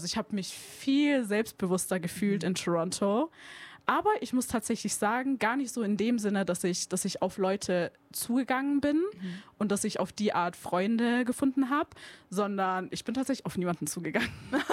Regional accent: Germany; ja, ich bin international, ich komme aus Deutschland.

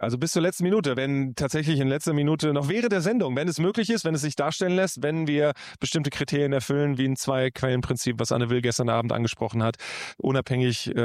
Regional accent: Italy; German is a second language; da konnte ich einen Film über mein Heimatland Italien auch machen und verschiedene Projekte.

